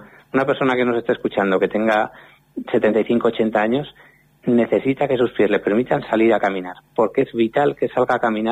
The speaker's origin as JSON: {"language": "Spanish", "town": "Huesca", "region": "Aragon", "country": "Spain", "said": "yo soy de Huesca, o sea que somos vecinos"}